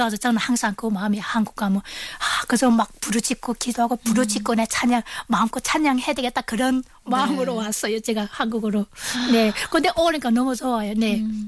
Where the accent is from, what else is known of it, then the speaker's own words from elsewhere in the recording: Chongjin, North Hamgyong, North Korea; now in South Korea; 남한 정착한 지 2개월 된 함경북도에서 온